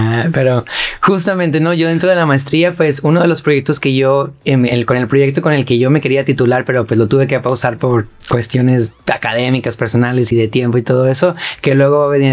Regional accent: Mexico

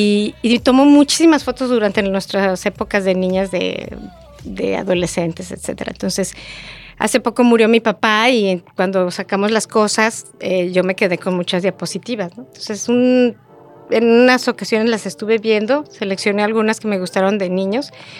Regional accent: Mexico; Porque nosotros venimos de México y mi papá siempre fue muy aventurero y hacía cosas así.

